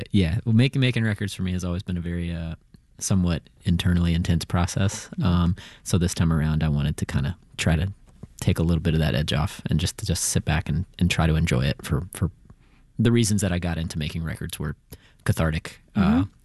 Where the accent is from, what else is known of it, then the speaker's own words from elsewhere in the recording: the South, United States; born there; also born or lived in Tennessee / Florida; So I know I keep talking about growing up in the South, but so I split time between Tennessee and Florida. My mom was in Florida.